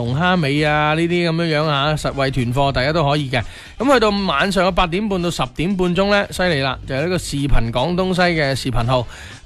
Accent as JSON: {"language": "Cantonese", "region": "Guangdong", "country": "China"}